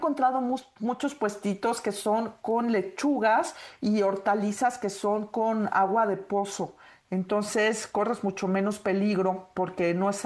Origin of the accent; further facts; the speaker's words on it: Mexico City, Mexico; A la edad que tenemos y con los tiempos que corren y siendo chilangos, pues nos parece algo prácticamente surrealista.